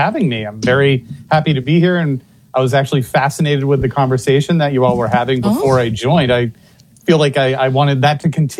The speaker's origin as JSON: {"language": "English", "region": "New Hampshire", "country": "United States", "tie": "born there", "moved": "yes", "lives_now": "Massachusetts, United States", "said": "I was born in New Hampshire. I'm familiar with the White Mountains."}